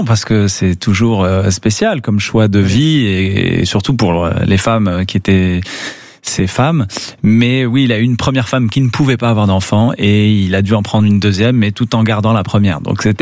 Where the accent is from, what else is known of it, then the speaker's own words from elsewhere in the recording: Casablanca, Casablanca-Settat, Morocco; moved away; on a grandi au Maroc, on parlait le français à la maison, on parlait l'arabe dans la rue et avec nos grands-parents qui parlaient pas français.